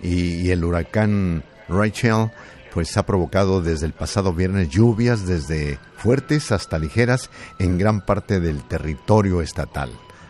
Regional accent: Zacatecas, Mexico; moved away; en mi tierra Zacatecas.

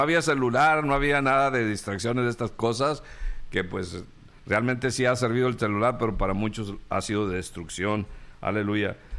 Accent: Río Bravo, Tamaulipas, Mexico; Así fui criado yo ahí en Tamaulipas, ahí en Río Bravo, ¿eh? Todas las mañanas mis papitas con huevo, choricito con huevo, o frijolitos con huevo cuando no había más

